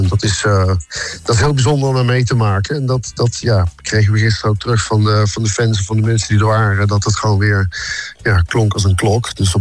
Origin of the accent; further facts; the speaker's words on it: Waalwijk, North Brabant, Netherlands; En al die mensen, en waar heel veel bekenden, ook uit Waalwijk, waar ik opgegroeid ben.